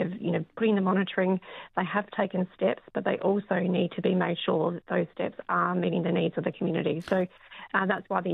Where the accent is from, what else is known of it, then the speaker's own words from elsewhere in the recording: York, Yorkshire and the Humber, United Kingdom; I'm from York, so it's something that's quite close to me as well.